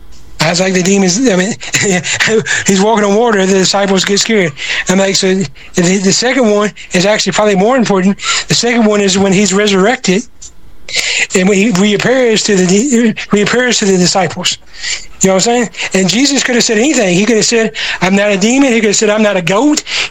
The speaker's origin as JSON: {"language": "English", "region": "Southern United States", "country": "United States", "tie": "born or raised there", "said": "And growing up in the Bible Belt, I got that asked a lot in different ranges."}